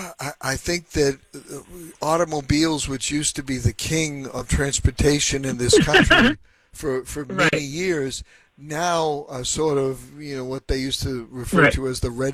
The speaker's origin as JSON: {"language": "English", "town": "Boston", "region": "Massachusetts", "country": "United States", "tie": "born or raised there", "said": "I grew up in Boston, was born, my parents were living on Castleton Street in Jamaica Plain."}